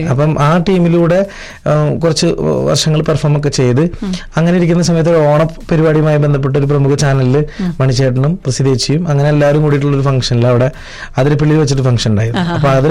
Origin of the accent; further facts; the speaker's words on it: Chalakudy, Kerala, India; ഞാനൊരു ചാലക്കുടിക്കാരനാണെന്ന് പറയുന്നതിൽ എനിക്ക് ഭയങ്കര അഭിമാനമാണ്.